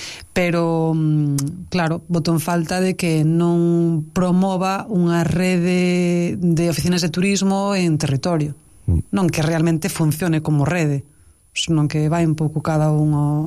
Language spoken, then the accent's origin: Galician; Galicia, Spain; ti, claro, como xa sabes que son un galego, se falas en galego.